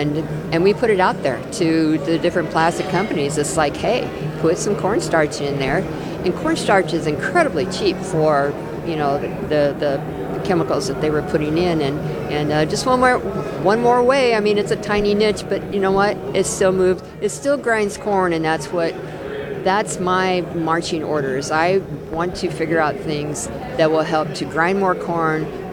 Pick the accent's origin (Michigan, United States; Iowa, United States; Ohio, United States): Iowa, United States; I'm from Iowa